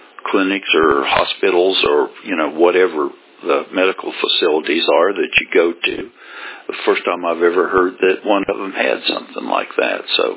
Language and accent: English; Atchison, Kansas, United States; driving through Leavenworth, Kansas, which is about 25 miles, almost due south of my hometown of Atchison, Kansas.